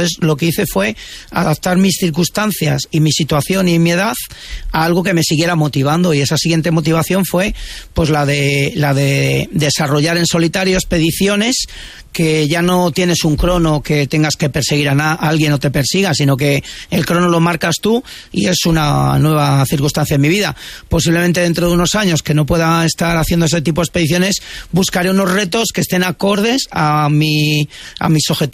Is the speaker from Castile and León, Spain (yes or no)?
yes; Íscar, Castile and León, Spain; Eso curte, sí, es un territorio duro. Soy castellano y ahí nos hacemos duros.